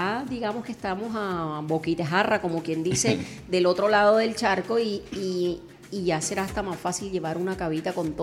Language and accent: Spanish; Caribbean Region, Colombia; los que somos del Caribe